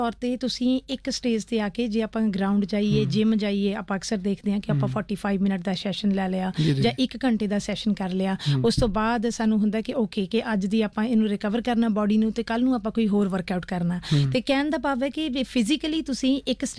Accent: Punjab, India; ਮੈਂ ਉੱਥੇ ਉਹੀ ਬੋਲ ਰਹੀ ਸੀ ਕਿ ਮੈਂ ਪੰਜਾਬ ਤੋਂ ਆਈ ਹਾਂ ਮੈਂ ਪੰਜਾਬ ਮੈਂ ਪੰਜਾਬੀਅਤ ਦੀ ਤੇ ਮੈਂ ਔਰਤਾਂ ਦੀ ਗੱਲ ਕੀਤੀ

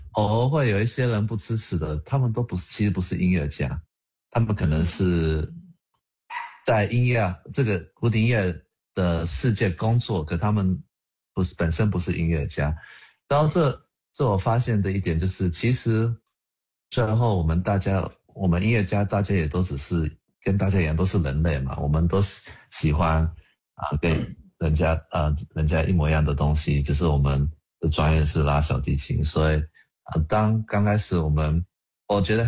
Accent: Brisbane, Queensland, Australia; 因为我们在澳洲布里斯本长大

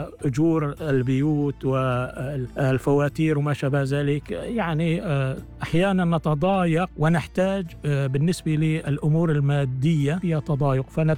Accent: Syria; now in Shepparton, Australia; طبعا نحن كجالي سوري هون في مدينة شبرتون

